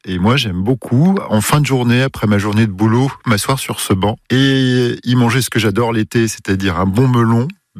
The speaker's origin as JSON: {"language": "French", "region": "Grand Est", "country": "France", "said": "une petite boisson qui me rappelle mon papa et mon pays, puisque je suis alsacien."}